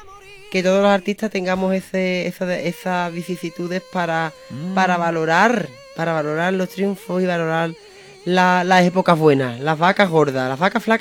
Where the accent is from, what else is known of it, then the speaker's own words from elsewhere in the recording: La Luisiana, Andalusia, Spain; Yo soy de la Luisiana.